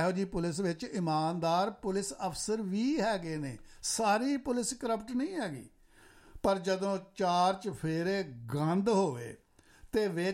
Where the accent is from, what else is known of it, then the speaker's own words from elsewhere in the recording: Punjab, India; born there; ਜਿਹੜੀ ਸਟੇਟ 'ਚ ਅਸੀਂ ਜੰਮੇ ਹਾਂ ਭਾਈ, ਉਹਨੂੰ ਤਾਂ ਅਸੀਂ ਸੋਹਣਾ ਪੰਜਾਬ ਕਹਿਣਾ ਹੀ ਕਹਿਣਾ